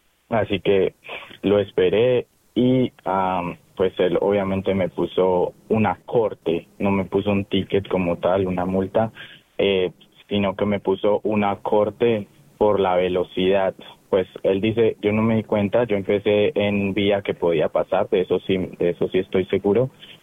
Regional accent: North Carolina, United States; Puede ser por Zoom porque obviamente pues él sabe que soy de Carolina del Norte.

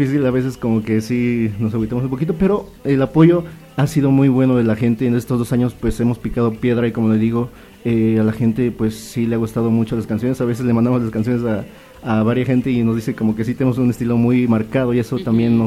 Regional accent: Yauhquemehcan, Tlaxcala, Mexico; orgullosamente tlaxcaltecas. Somos cerquita de aquí de Apizaco, somos de Santa Úrsula, Sinaloatepec, Yauquemecan

